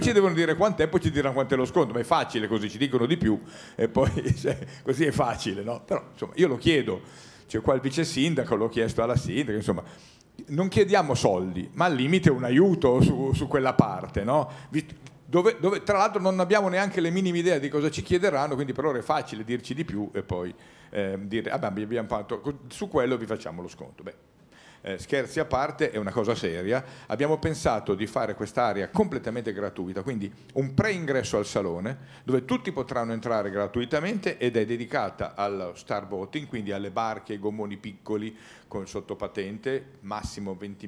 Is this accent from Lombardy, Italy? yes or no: yes; Lombardy, Italy; perché io vengo dall'entroterra ligure, sono lombardo